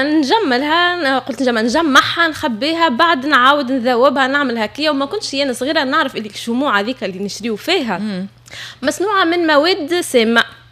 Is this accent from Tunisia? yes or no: yes; Tunisia; أنا كأي تونسية خديت باكي